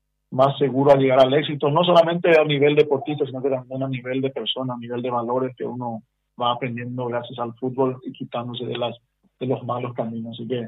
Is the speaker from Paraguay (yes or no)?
yes; San Joaquín, Caaguazú, Paraguay; born there; moved away; yo vengo de San Joaquín, un pueblito que ni Utah Fatah teníamos cuando eso